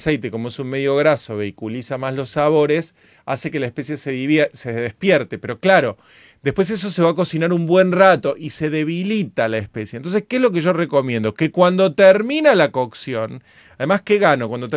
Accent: Córdoba, Argentina; Coprovinciana.

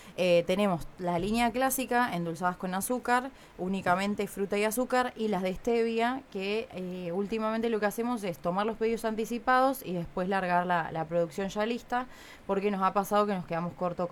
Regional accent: Argentina; Yo, Argentina.

